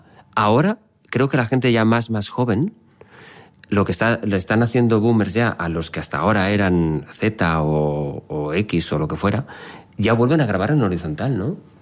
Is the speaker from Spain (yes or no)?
yes; Valencian Community, Spain; Siendo yo valenciano es una expresión complicada.